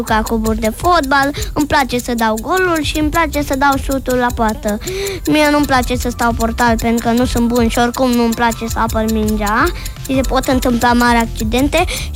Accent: Bucharest, Romania; am 7 ani și sunt din București.

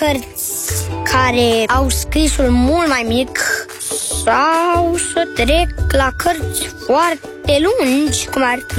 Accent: Otopeni, Ilfov, Romania; și am 7 ani și sunt din Otopeni.

